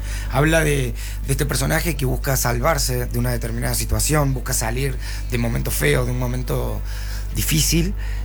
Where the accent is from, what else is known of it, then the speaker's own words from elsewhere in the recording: Córdoba, Argentina; now in Buenos Aires, Argentina; yo estoy viviendo en Buenos Aires hace 16 años, soy un actor cordobés